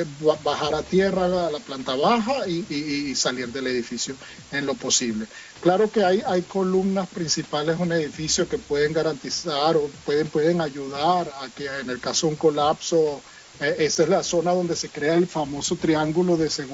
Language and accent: Spanish; Venezuela; de mi infancia en Venezuela, en los colegios sí se realizaban prácticas de evacuación